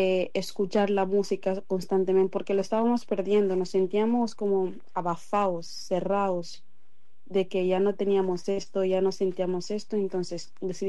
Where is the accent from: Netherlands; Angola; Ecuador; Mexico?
Angola; now in Vilanova i la Geltrú, Spain; Somos una familia de migrantes, entre padres, madres, abuelos, tíos. Venimos todos de Angola. Al decidir emigrar para España, hemos decidido quedarnos en Vilanova y La Geltrú